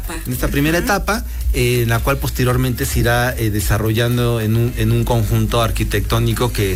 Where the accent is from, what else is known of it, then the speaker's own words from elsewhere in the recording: Puebla, Mexico; Bien, pues muy contentos como muchos poblanos como tú, que, amantes del arte y la cultura.